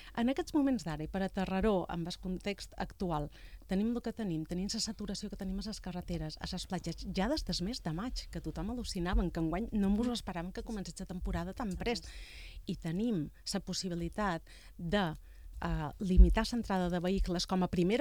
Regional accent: Es Migjorn Gran, Balearic Islands, Spain; Jo som des Mitjor

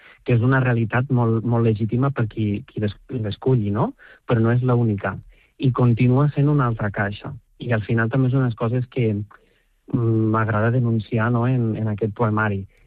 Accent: Catalonia, Spain; perquè jo soc de Ponent i hi ha un paisatge de Terra Baixa que em ressona molt

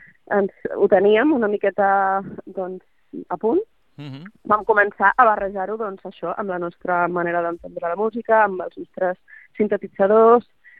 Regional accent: Ibiza, Balearic Islands, Spain; Perquè és veritat que jo soc eivissenca, sí, però de família que ve de fora.

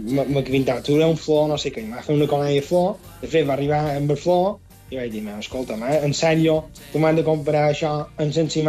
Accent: Balearic Islands, Spain; Perquè no sàpiguen que som mallorquí.

